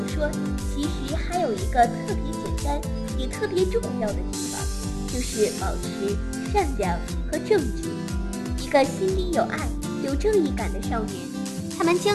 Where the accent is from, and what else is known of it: Heilongjiang, China